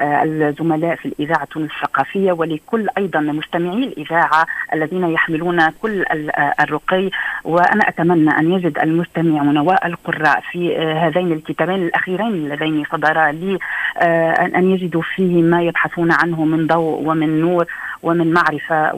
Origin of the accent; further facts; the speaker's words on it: Lebanon; بما أنني يعني لبنانية